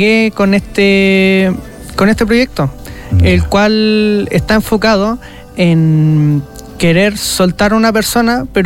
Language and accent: Spanish; Caimanes, Coquimbo, Chile; soy de Caimanes